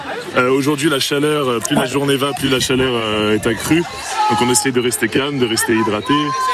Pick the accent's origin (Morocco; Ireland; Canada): Ireland; now in Paris, France; J'ai grandi en Irlande.